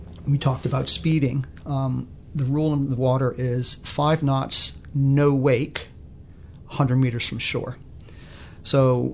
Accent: Bermuda; Growing up in Bermuda, water is a big part of your life.

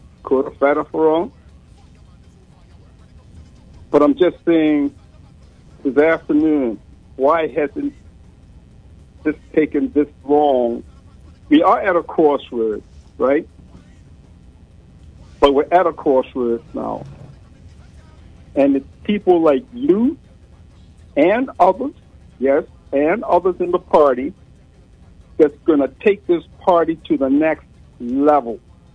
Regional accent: South West England, United Kingdom; I'm from Somerset, right?

